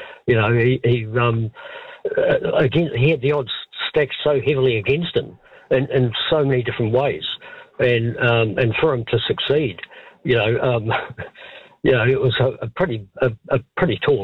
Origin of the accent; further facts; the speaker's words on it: Auckland, New Zealand; I grew up in West Auckland, and a lot of petrol heads out that way